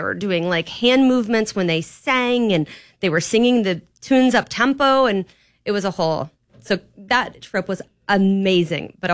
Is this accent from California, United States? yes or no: no; Titusville, Florida, United States; also born or lived in Orlando; growing up in Titusville in Orlando